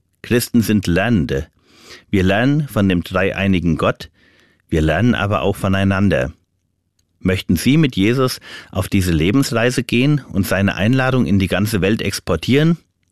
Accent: Germany; Damit werde ich dem Ruf als Deutscher wohl gerecht.

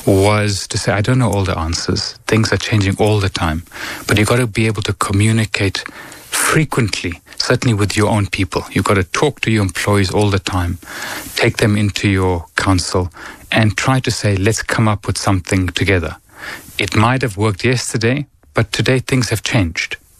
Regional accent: South Africa; being a South African businessman or a South African leader, leadership is difficult generally.

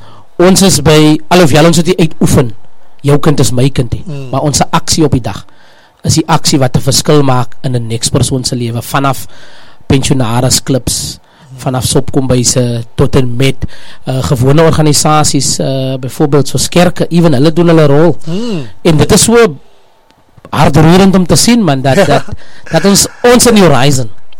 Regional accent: Plettenberg Bay, Western Cape, South Africa; ek is maar een gebore sienkie in Plettenberg Bay.

